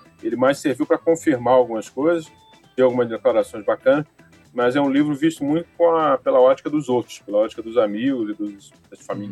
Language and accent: Portuguese; Rio de Janeiro, Brazil; eu sou meio suburbano, sou do Grajaú, perto de Vila Isabel